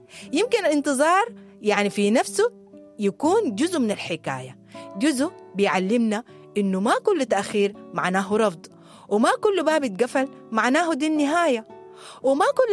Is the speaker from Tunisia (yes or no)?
no; Sudan; نحن كسودانيين